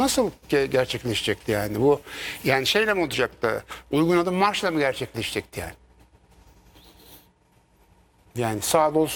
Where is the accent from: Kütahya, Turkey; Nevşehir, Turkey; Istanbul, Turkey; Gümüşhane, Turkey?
Gümüşhane, Turkey; ben Gümüşhane'liyim mesela. O zaman 15 bin nüfuslu olan bizim Gümüşhane'nin içerisinde terör olayları olmaya başladı